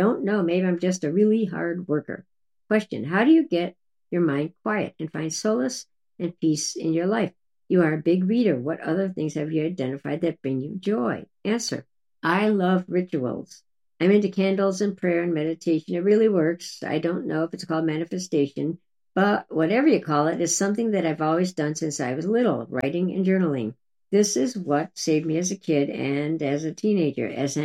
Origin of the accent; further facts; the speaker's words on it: Canada; I'm Canadian and I need butter.